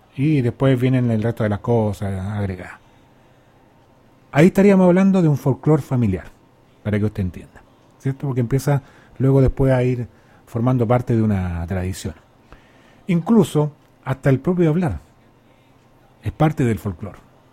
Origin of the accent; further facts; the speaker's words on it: Chile; es lo que somos nosotros, en este caso como chilenos